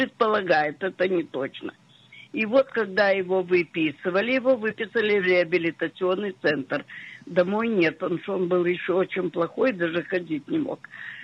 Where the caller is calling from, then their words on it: Tver, Tver Oblast, Russia; Это я из Твери … звоню по поводу моего мужа.